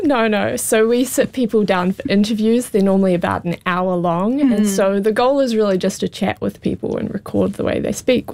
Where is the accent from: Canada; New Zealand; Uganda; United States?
New Zealand; we, as New Zealanders